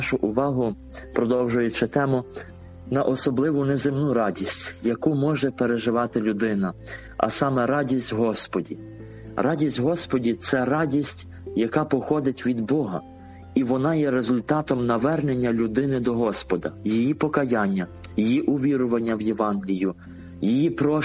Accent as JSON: {"language": "Ukrainian", "town": "Lviv", "region": "Lviv Oblast", "country": "Ukraine", "tie": "born or raised there", "said": "я сам родом зі Львова"}